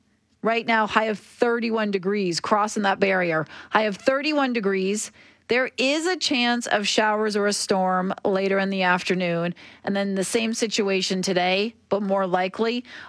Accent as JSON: {"language": "English", "town": "Oshawa", "region": "Ontario", "country": "Canada", "tie": "born or raised there", "said": "my hometown of Oshawa"}